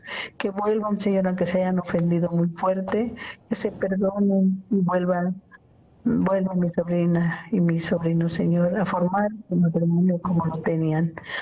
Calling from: Michoacán, Mexico; Estoy llamando de Michoacán, de México.

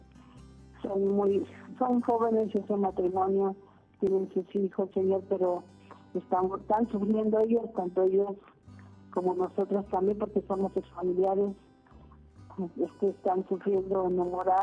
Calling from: Jungapeo, Michoacán, Mexico; De Jungapeo, Michoacán.

